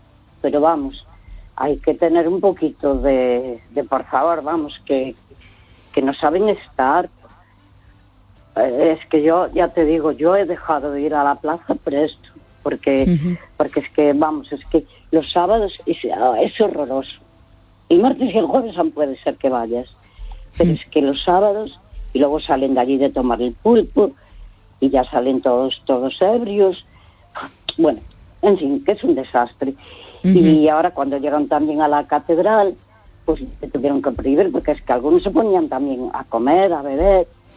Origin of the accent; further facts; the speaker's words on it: Santiago de Compostela, Galicia, Spain; Porque yo soy de Santiago de toda la vida, mi abuelo